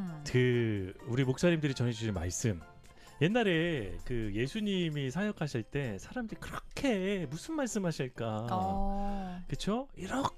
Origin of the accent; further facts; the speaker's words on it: Daejeon, South Korea; 내 고향 대전.